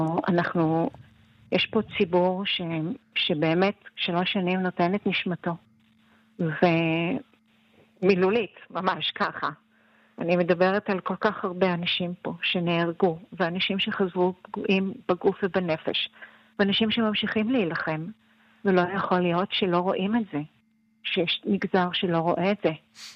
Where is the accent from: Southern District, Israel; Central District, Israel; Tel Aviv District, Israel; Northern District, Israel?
Tel Aviv District, Israel; Bnei Brak; אני גדלתי בבני ברק